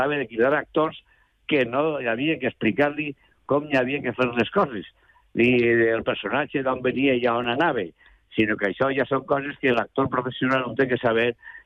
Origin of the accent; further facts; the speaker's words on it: Valencian Community, Spain; perquè som valencians